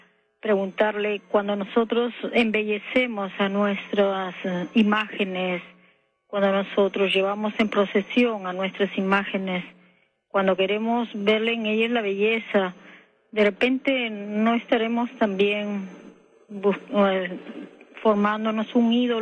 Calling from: Lima, Peru; de acá de Lima, de La Victoria.

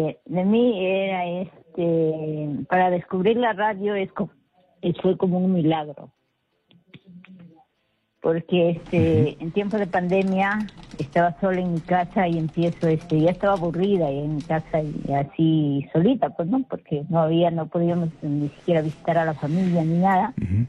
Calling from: Lima, Peru; de Puente Piedra.

